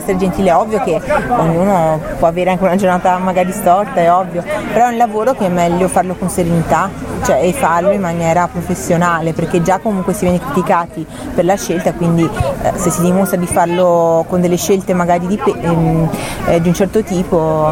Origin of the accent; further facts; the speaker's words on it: Venice, Veneto, Italy; ovvio che io sono di un'isola di Venezia, no? Sono veneziana